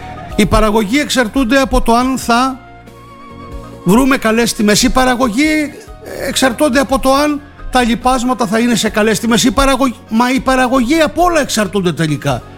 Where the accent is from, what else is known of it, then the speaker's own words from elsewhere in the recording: Crete, Greece; Τι χάνει να είναι το χωριό μου λοιπόν?